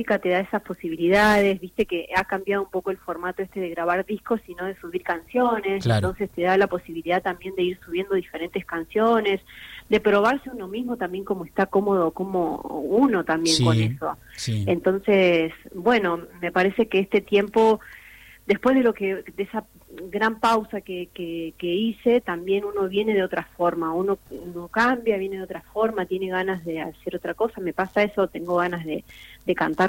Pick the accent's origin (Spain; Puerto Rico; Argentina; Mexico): Argentina; Pampas; born there; cosas de mi tierra o cosas de la región pampeana